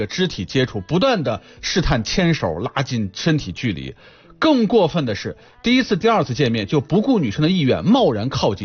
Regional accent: Shanxi, China; 谁让咱们山西人啊，尤其这个午睡文化在全国现在都有名了。

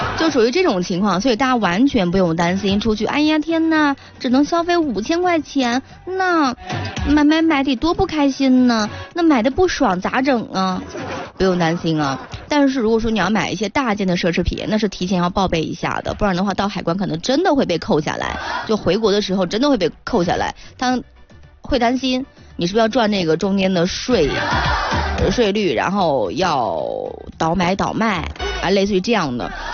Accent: China; 代表我们中国人的力量是越来越强大，而我们中国人在全世界遍地开花。

